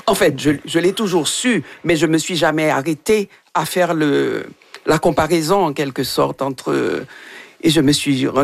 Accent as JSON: {"language": "French", "country": "Haiti", "moved": "yes", "said": "que j'ai quitté Haïti."}